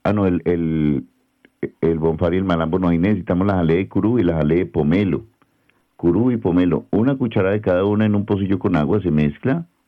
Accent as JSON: {"language": "Spanish", "country": "Colombia", "said": "Los colombianos somos masoquistas y somos muy envidiosos."}